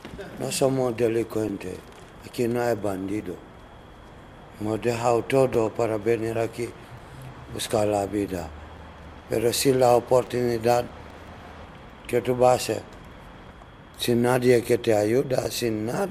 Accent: Conakry, Guinea; Spanish is a second language; now in Spain; Soy de Guinea, Conakry.

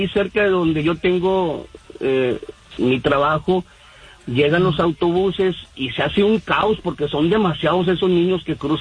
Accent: Mexico; moved away as an adult; now in United States; aunque yo me crié en México, ¿verdad? Por eso es como yo hablo bien mi español, porque yo crecí en México y hasta los 18 años ya decidí ya venirme a estudiar.

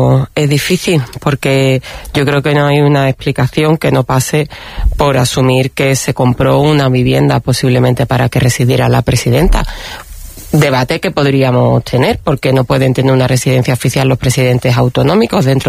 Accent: Andalusia, Spain; yo que soy andaluza

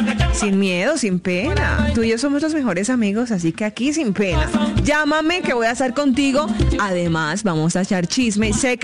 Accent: Caribbean Region, Colombia; Yo que soy costeña

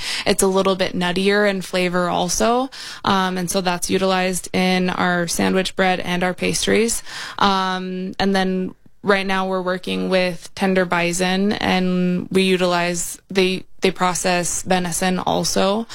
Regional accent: Minnesota, United States; You know, I grew up on the White Earth Reservation.

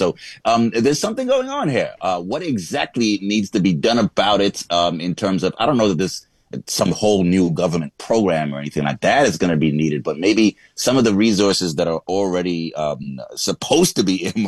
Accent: Montreal, Quebec, Canada; moved away; also born or lived in United States; since I came back to Montreal from the States, which was about 11 years ago.

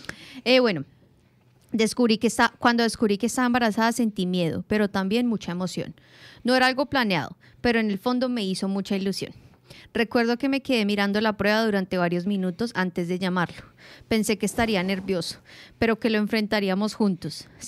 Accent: Medellín, Antioquia, Colombia; now in Melbourne, Australia; Soy de Medellín y llegué a Melbourne en 2011. Conocí a Sebastián en mis primeros meses en Australia.

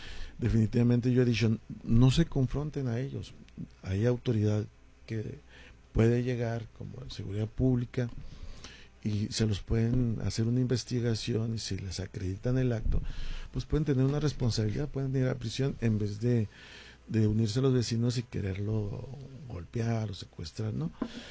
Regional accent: Ciudad Juárez, Chihuahua, Mexico

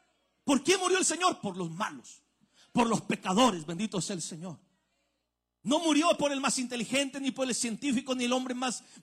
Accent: Mexico; nosotros somos mexicanos, hermano.

